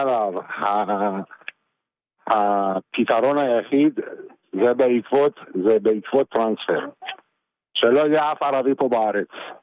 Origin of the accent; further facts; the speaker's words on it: Iran; לא, תשמע, אני גדלתי בשכונה באיראן שהמוסלמים היינו שכנים והיינו אחים והיינו יותר ממה שאתה חושב